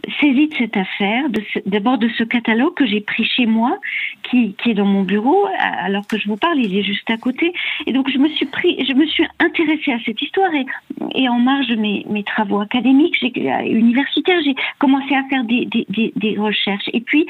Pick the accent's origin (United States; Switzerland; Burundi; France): Switzerland; Geneva; born there; moi, je suis née à Genève, dans une ville et dans un pays qui a été éminemment protégé, préservé par par les deux guerres affreuses du XXe siècle.